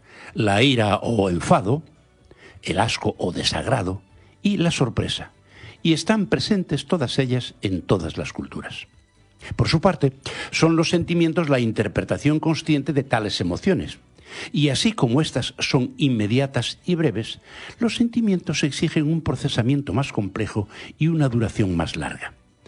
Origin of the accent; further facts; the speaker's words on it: Galicia, Spain; first language Galician; Spanish is a second language; mi lengua materna, el gallego